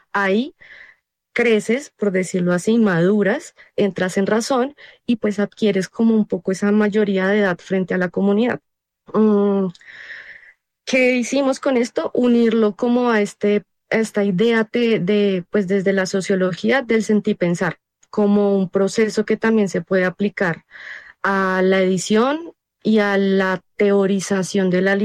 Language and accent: Spanish; Bogotá, Colombia; yo soy de Suba y la mayoría de las personas que conformamos la editorial, pues somos de SUBA.